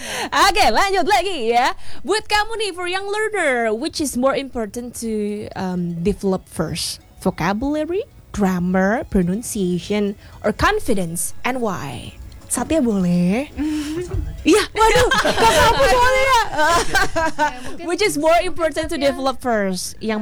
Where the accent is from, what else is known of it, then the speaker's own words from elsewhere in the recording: Indonesia; walaupun kita orang Indo, lahirnya di Indo, KTP Indo, begitu ya, kakaknya di Indo, semua di Indo